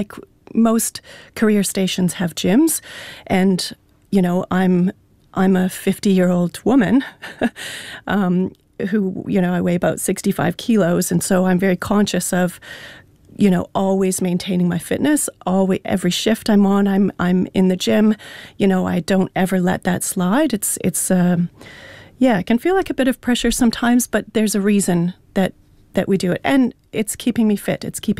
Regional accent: Canada; moved away as an adult; now in New Zealand; I moved to New Zealand about 13 years ago. I'm Indigenous Canadian, Sahwetmuk is my iwi

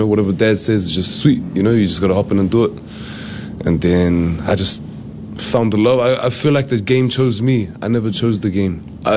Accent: Auckland, New Zealand; also born or lived in Tehran, Iran; I grew up here in New Zealand.

